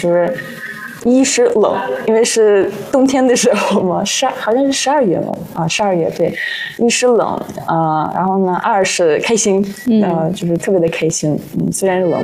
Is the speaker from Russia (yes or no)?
yes; Russia; Chinese is a second language; 然后我们十个人当中就我一个外国人，对，就一个俄斯人。